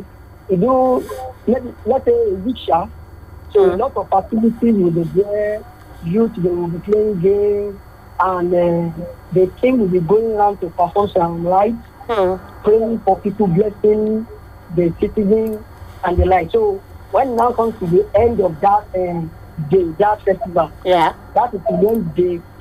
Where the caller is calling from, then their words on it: Osun, Nigeria; I'm from Osun State.